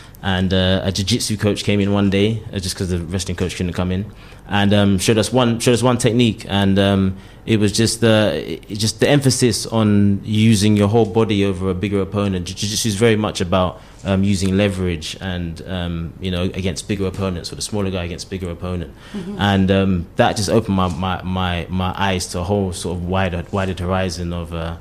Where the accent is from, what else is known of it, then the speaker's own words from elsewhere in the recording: London, United Kingdom; moved away as an adult; now in Dominica; I'm from Northwest London, Harrow. Northwest London, Harrow.